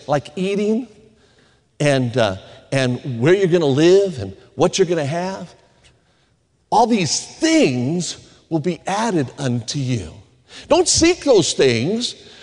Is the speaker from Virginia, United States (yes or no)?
no; Las Vegas, Nevada, United States; I grew up in Las Vegas, Nevada, the most boring city in America for a kid